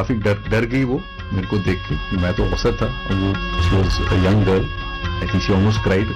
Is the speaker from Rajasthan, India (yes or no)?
no; Bhiwani, Haryana, India; मैं भिवानी का रहने वाला हूँ, मेरी वाइफ का परिवार भी भिवानी में है